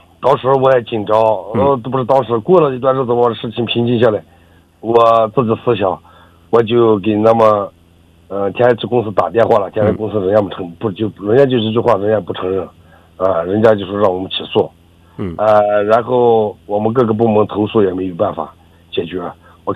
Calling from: Aksu, Xinjiang, China; 我们是阿克苏，新疆阿克苏市的。

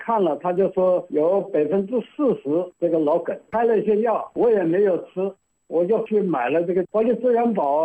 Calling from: Wuhan, Hubei, China; 我是武汉的，汉口万松园。

